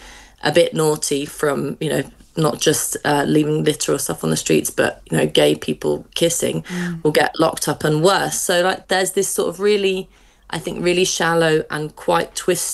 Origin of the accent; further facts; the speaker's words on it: London, United Kingdom; But it's becoming embarrassing being a Londoner now